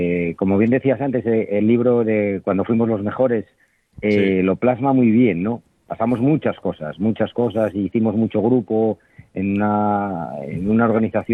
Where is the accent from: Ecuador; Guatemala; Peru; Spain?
Spain; Asturias; Ahí estamos. Somos asturianos todos.